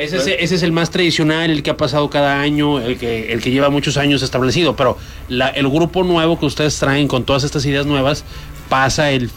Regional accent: Mexico; yo soy mexicano, claro.

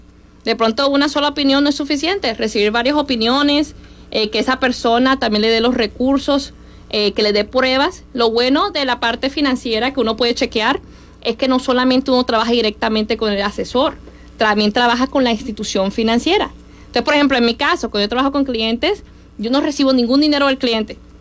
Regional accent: Miami, Florida, United States; Yo vengo de Miami, así que acá no estoy tan segura.

